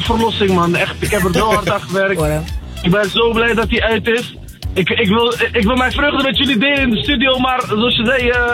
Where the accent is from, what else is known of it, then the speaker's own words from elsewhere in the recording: Berkane, Oriental, Morocco; Dat is de regio waar ik vandaan kom, uit Marokko, Berken. En Berken staat heel erg gekend om de sinaasappels.